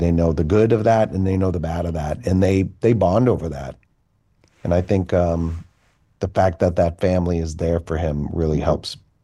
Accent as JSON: {"language": "English", "town": "Boston", "region": "Massachusetts", "country": "United States", "said": "I am a Bostonian, but I played a New Yorker for basically 15 years, and the New Yorkers taught me well about tormenting Bostonians."}